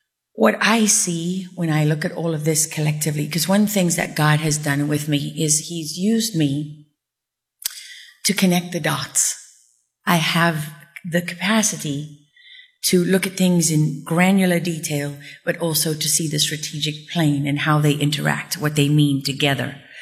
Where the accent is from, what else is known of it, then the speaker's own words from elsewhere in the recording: South Africa; So she said, I was sort of what we call in South Africa a lamaki, because I'm born and raised in South Africa.